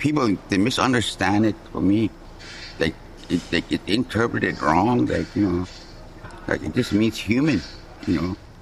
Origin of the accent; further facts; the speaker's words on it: Fort Providence, Northwest Territories, Canada; I'm from Fort Providence. They call it Tekagwitin Kwent. And right now, I'm 73 years old.